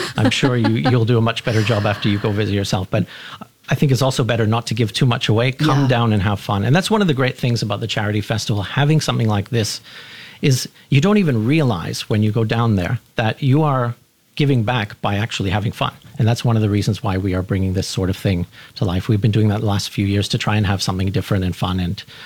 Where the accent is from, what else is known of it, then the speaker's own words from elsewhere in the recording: Canada; I recall I grew up in Canada, which can be a cold place.